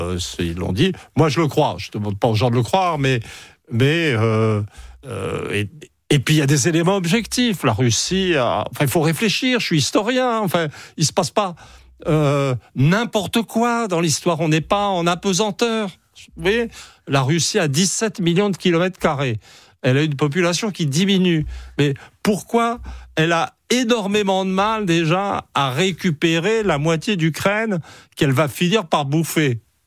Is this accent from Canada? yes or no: no; France; Mais la réalité, c'est que je suis un Français et rien d'autre, et un occidental, je dirais, vraiment.